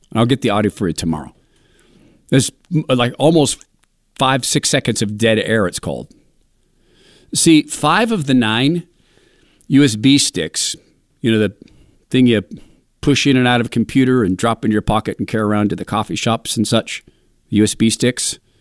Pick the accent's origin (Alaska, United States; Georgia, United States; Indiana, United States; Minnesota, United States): Indiana, United States; And that's in my home state of Indiana, St. Joseph County.